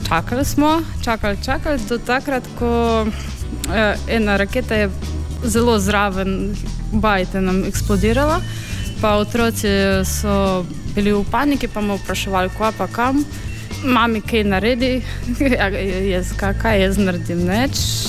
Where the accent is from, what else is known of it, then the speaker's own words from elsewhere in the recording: Ukraine; Slovenian is a second language; moved away as an adult; now in Slovenia; Koliko časa sem v Sloveniji od začetka, nisem srečala Slovenca, Slovenko, ki bi mi nekaj rekel grdega zaradi tega, da sem iz Ukrajine.